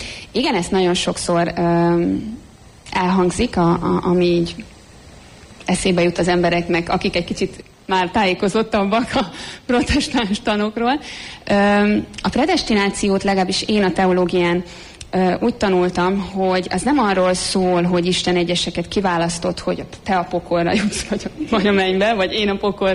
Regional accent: Budapest, Hungary; azon a helyen, ahol mi laktunk, ahol fölnőttem Gazdagréten, egy katolikus és egy református közösségnek a plántálása.

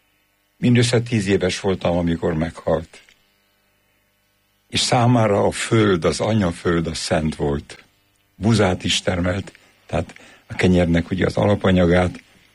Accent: Pest, Hungary; És akkor utána egy gyönyörű kis faluban nevelkedtem Tápiósújban, ott volt közel az erdő

